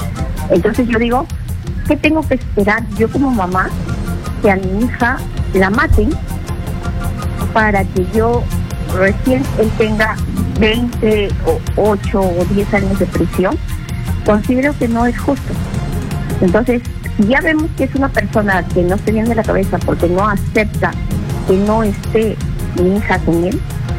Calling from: Tacna, Peru; Te llamo de Tacna.

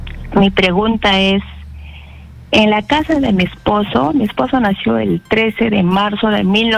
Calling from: Arequipa, Peru; Arequipa.

